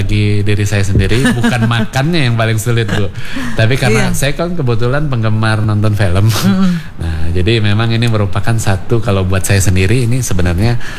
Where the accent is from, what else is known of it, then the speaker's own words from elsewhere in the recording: Palembang, South Sumatra, Indonesia; moved away as an adult; now in Manokwari, Indonesia; Saya kan asal dari Palembang.